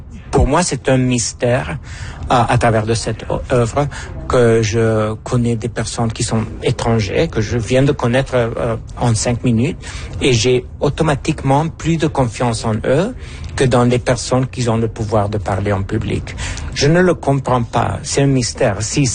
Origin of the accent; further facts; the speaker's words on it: Honduras; born there; French is a second language; moved away; j'ai vécu par plusieurs ans mon enfance à l'Honduras. C'est un petit pays en Amérique centrale.